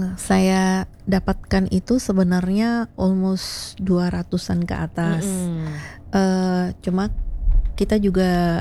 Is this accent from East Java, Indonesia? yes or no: yes; Surabaya, East Java, Indonesia; now in Bali, Indonesia; karena saya asli Surabaya. Cuma karena saya sekarang tinggal dan berusaha di Bali